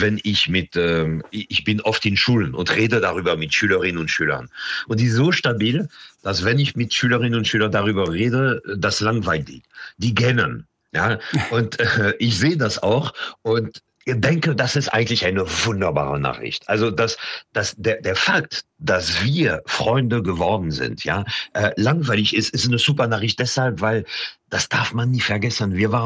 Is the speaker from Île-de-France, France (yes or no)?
yes; Paris, Île-de-France, France; also ich bin als Kind in Paris geboren und aufgewachsen und ich habe immer diese Kolonnen gesehen davon, von den Stadtchefs und so.